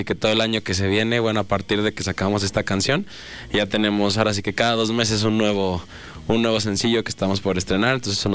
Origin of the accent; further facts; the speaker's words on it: Aguascalientes, Mexico; Entonces, somos de aquí de Aguascalientes.